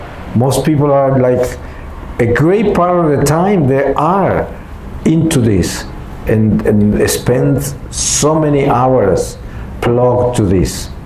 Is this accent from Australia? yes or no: no; Germany; now in Los Angeles, United States; I came from Germany, where I went to school